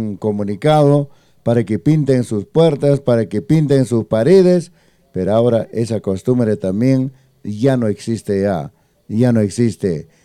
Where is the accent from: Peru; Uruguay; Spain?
Peru; Nosotros no somos de Chile ni otro país, somos del Perú profundo.